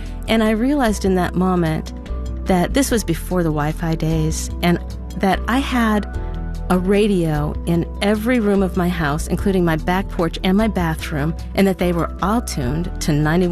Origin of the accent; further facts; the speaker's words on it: Chapel Hill, North Carolina, United States; from Chapel Hill, North Carolina, and I am a sustainer and member of the Leadership Circle.